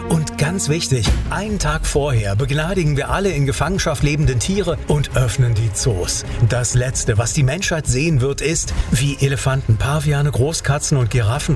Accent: Germany; wir als Deutsche

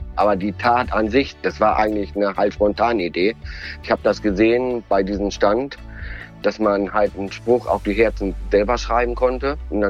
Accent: Lemgo, North Rhine-Westphalia, Germany; ich komme aus Lemgo und ein Lebkuchenherz hat mein Leben verändert.

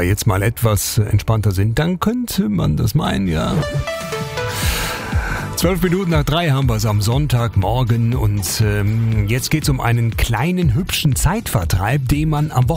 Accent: Castrop-Rauxel, North Rhine-Westphalia, Germany; Ich gehe, wenn ich in meiner Heimat bin, fast jeden Tag am BGSV Castrop vorbei an der Anlage.

